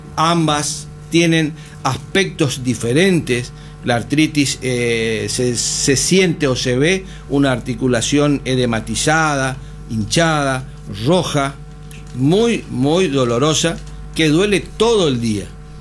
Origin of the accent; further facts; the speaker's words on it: Argentina; Sí, somos argentinos